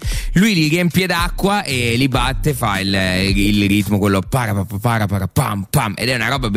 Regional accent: Lazio, Italy; la Iguaglia Lazio è il posto dove sono cresciuto, anche perché quando ero più piccolino io stavo là tantissimo tempo, un po' con mia mamma, un po' con i miei nonni.

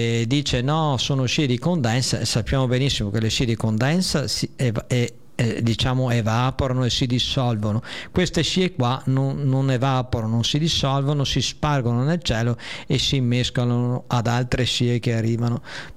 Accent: Bosaro, Veneto, Italy; sono cresciuto a Bosaro, in provincia di Rovigo

